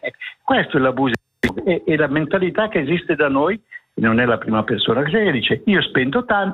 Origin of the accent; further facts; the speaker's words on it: Lugano, Ticino, Switzerland; io sono nato, cresciuto a Lugano, vivo